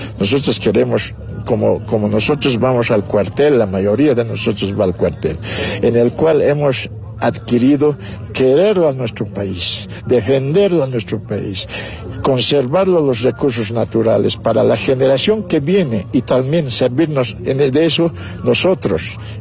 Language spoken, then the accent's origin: Spanish; Bolivia; Nosotros somos pues bolivianos, todos debemos respetar la constitución política del Estado.